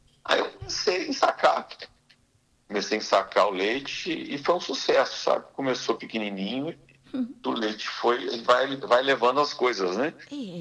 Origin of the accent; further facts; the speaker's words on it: Capelinha, Minas Gerais, Brazil; Sou de Capelinha. E fica perto da onde? Né? Montes Claros, não, 340 quilômetros.